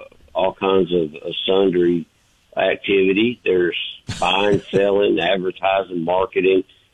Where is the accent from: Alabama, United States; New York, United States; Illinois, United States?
Alabama, United States; Jasper; we got something going on in my hometown. It's Jasper, Alabama.